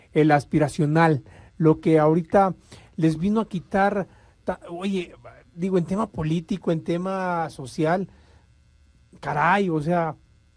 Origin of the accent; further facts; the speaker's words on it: Mexico; aquí ahora como mexicanos nosotros